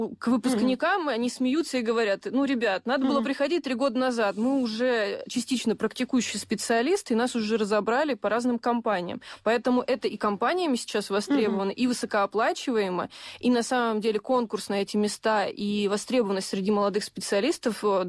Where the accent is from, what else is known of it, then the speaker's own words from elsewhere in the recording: Krasnodar Krai, Russia; потому что я родом из Краснодарского края